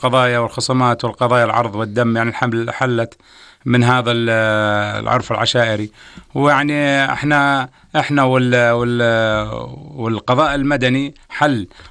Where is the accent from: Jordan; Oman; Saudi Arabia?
Jordan